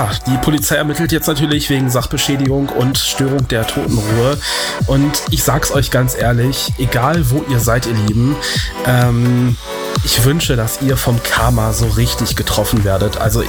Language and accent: German; Hildesheim, Lower Saxony, Germany; In meiner Heimatregion in Hildesheim, da wurde ein Friedhof einfach geplündert.